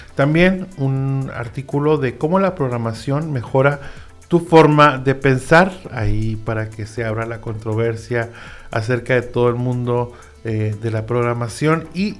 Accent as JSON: {"language": "Spanish", "town": "Ensenada", "region": "Baja California", "country": "Mexico", "tie": "born or raised there", "said": "yo soy de Ensenada y recuerdo de toda la vida estar por ahí en los espacios disfrutando música."}